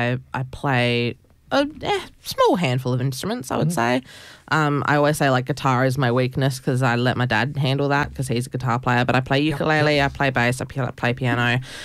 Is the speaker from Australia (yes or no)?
yes; Raukkan, South Australia, Australia; we're from the same mission. Mm. Like, and so we talk about Rauken as being, like, yeah, the place that we're kind of all connected to and from.